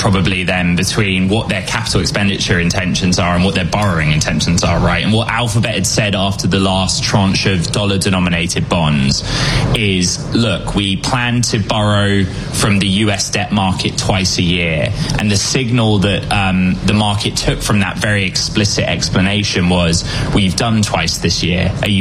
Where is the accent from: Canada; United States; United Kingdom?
United Kingdom; Wales; accent: British schoolboy; my British schoolboy accent and Welsh charm